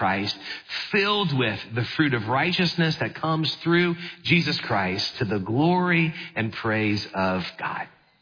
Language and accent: English; New Orleans, Louisiana, United States; Now, I grew up in New Orleans, and our football team was the New Orleans Saints.